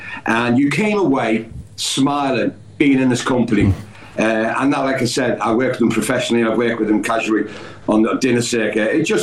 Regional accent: Liverpool, North West England, United Kingdom; being a Liverpool supporter, growing up in Liverpool

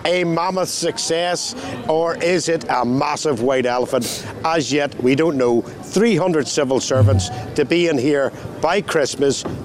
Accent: Northern Ireland, United Kingdom; moved away; coming from Northern Ireland, growing up in Northern Ireland

